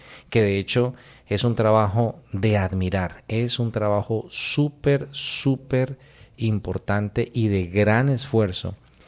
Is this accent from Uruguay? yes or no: no; Norte de Santander, Colombia; Por eso nosotros somos el norte de Santander.